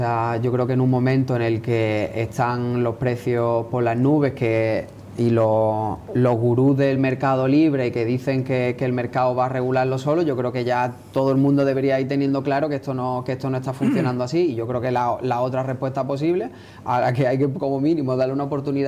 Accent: Conil de la Frontera, Andalusia, Spain; yo soy de Coni, mi padre es de Coni, mis padres viven ahí

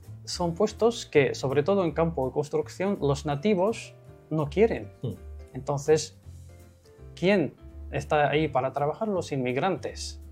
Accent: Morocco; Spanish is a second language; now in Casablanca, Morocco; porque por lo menos en mi país se puede practicar cualquier religión. De hecho, yo en Casablanca vivo más cerca de una iglesia que de una mezquita.

